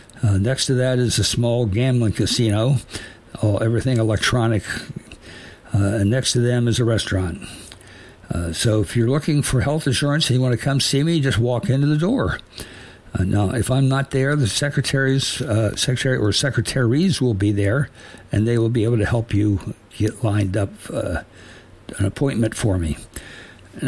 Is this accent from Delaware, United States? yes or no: yes; Dover, Delaware, United States; moved away as an adult; also born or lived in New Jersey; now in Wilkes-Barre, United States; I was raised in the Dover, Delaware area. I was born in New Jersey, but raised in Delaware.